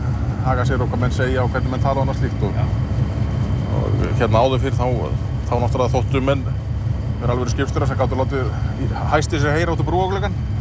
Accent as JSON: {"language": "Icelandic", "town": "Grindavík", "region": "Southern Peninsula", "country": "Iceland", "said": "Ég kem úr Grindavík og býð þar"}